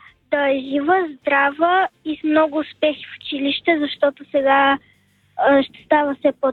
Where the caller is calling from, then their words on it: Sofia, Sofia City, Bulgaria; от София.